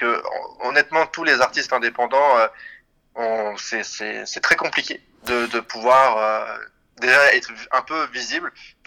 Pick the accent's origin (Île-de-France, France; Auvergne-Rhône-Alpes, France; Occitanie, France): Île-de-France, France; Paris; now in Switzerland; Je suis originaire de Paris et j'habite maintenant en Suisse.